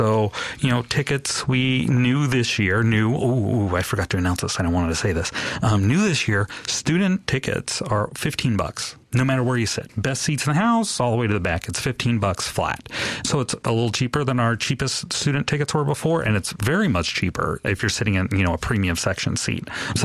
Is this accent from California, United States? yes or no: yes; California, United States; I grew up in the Bay Area, and, my local symphony was the San Francisco Symphony.